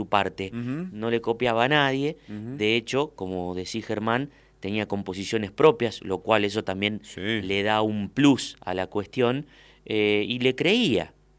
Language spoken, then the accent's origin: Spanish; Huinca Renancó, Córdoba, Argentina; yo recuerdo de pibe en mi pueblo, en Huinca Renanco